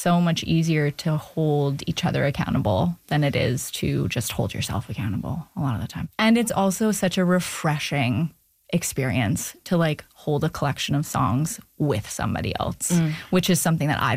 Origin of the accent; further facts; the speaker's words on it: Vancouver, British Columbia, Canada; we're both from Vancouver and the community is pretty small and we've crossed paths with each other many times over the years.